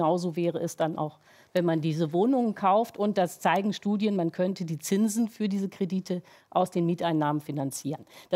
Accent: Hamburg, Germany; Ich komme aus Hamburg.

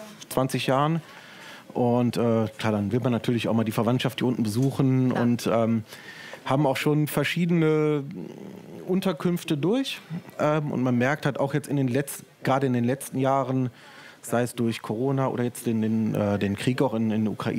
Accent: Solingen, North Rhine-Westphalia, Germany; wir kommen aus Solingen, aus dem Rheinland.

